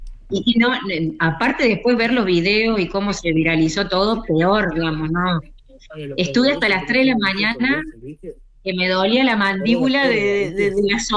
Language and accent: Spanish; Córdoba, Argentina; also born or lived in Buenos Aires; Soy de Córdoba.